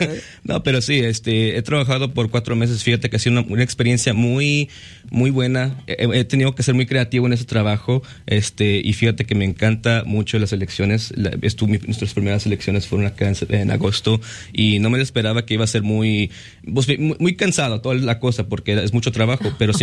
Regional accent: McAllen, Texas, United States; now in Madison, United States; Originalmente no soy de Wisconsin, yo soy de Texas, igual como usted aquí. Soy de McAllen, ahí nací yo.

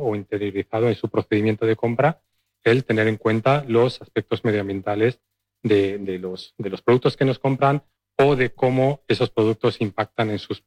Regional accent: Valladolid, Castile and León, Spain; moved away; Yo soy de Valladolid.

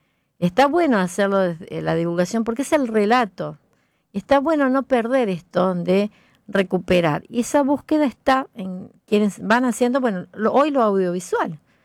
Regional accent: Argentina; esa identidad de que somos argentinos

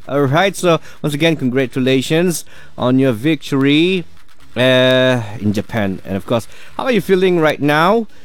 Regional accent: Malaysia; as a Malaysian.

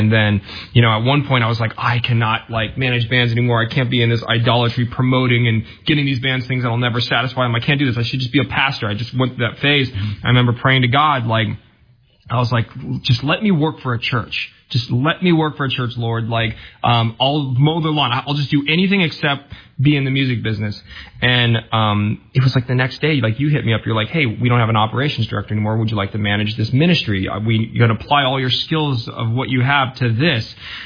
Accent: South Korea; now in United States; I'm adopted from Korea, and I didn't tell a lot of people about it, but I, dating Jesse early on, I was like, babe, I gotta tell you something. I know … which is Japanese, but I'm Korean. I'm not Japanese.

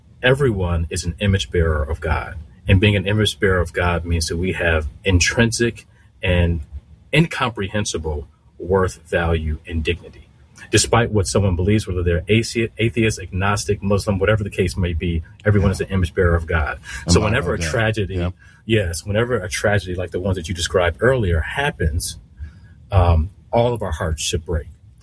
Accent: Detroit, Michigan, United States; I'm from Detroit, and right now I live in a city that's only a hop, skip, and jump away from Dearborn.

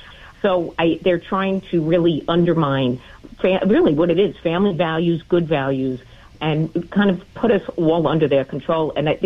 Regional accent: Queens, New York, United States; now in Nassau, United States; I'm from Queens originally, so I'm very familiar with all the boroughs. I was raised there, went to high school there.

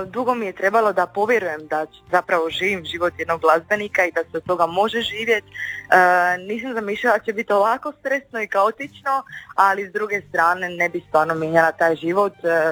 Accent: Split, Split-Dalmatia County, Croatia; moved away as an adult; now in Zagreb, Croatia; dolazim iz Splita.

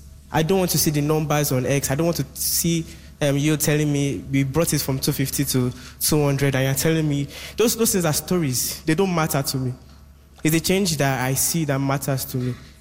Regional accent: Nigeria; I'm a Nigerian, and I live in Nigeria, I stay in Nigeria, I eat the things that Nigeria eats.

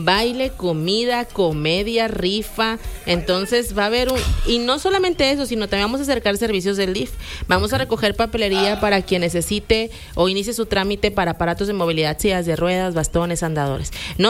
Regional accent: San Nicolás de los Garza, Nuevo León, Mexico; de una colonia bien popular, soy ahí de San Nicolás

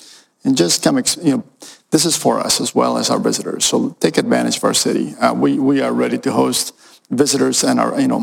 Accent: Bolivia; In 1994, I went to watch my home country, Bolivia, against Germany.

